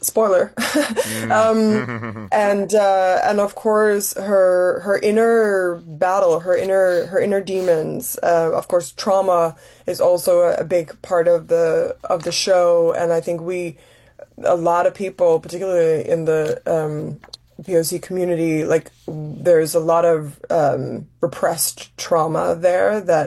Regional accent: Denmark; And you know, maybe because I grew up in Europe, right? I'm Danish, Congolese, I'm not African American

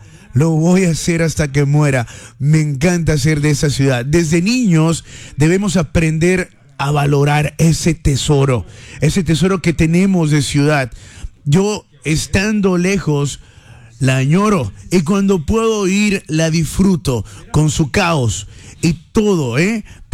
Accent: Cartagena, Bolívar, Colombia; Yo me siento recontra orgullosa cuando me preguntan de dónde soy, específicamente específico de Cartagena, Colombia.

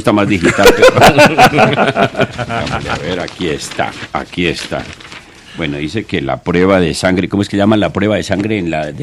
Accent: Venezuela; En Venezuela decimos mesonero también.

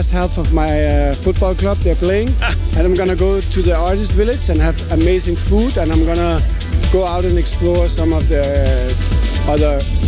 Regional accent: Denmark; I'm from Denmark

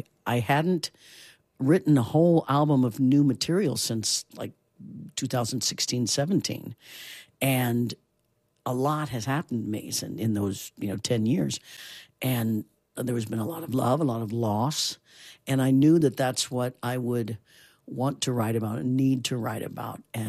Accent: Kansas, United States; moved away; also born or lived in Boston / Los Angeles; I grew up in Kansas and it was all kinds of music in Kansas.

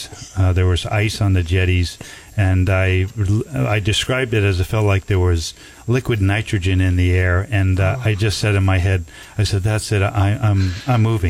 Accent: Harbor Isle, New York, United States; also born or lived in Queens, New York; I actually grew up on a tiny island called Harbor Isle on the South Shore of Long Island.

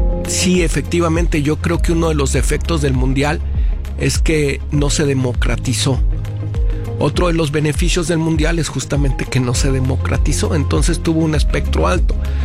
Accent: Guadalajara, Jalisco, Mexico; a lo que somos los mexicanos y, por supuesto, a lo que somos los tapatíos

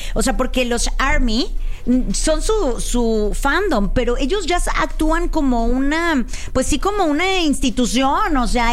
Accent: Veracruz, Mexico; Soy jarocha, las capto rapidísimo

